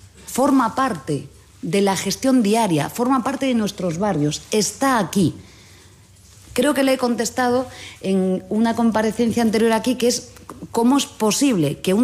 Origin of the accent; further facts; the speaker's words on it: Galicia, Spain; Y yo soy gallega, el ministro de Hacienda es valenciano, el ministro Ángel Víctor, canario, la ministra portavoz es navarra, sabemos de qué hablamos.